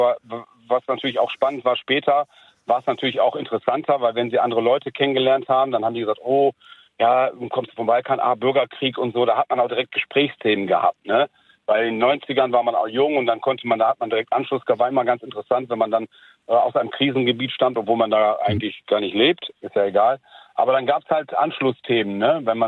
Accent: Serbia; Ich bin selber Serbe und es gibt also serbischstämmig

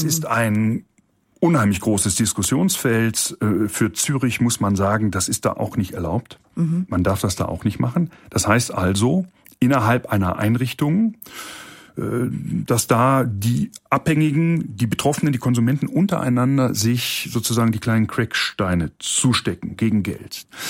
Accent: Cologne, North Rhine-Westphalia, Germany; ich bin Kölner Bürger auch, ja.

